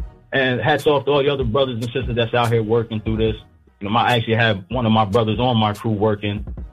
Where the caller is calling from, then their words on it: Lancaster, Pennsylvania, United States; from Lancaster, PA.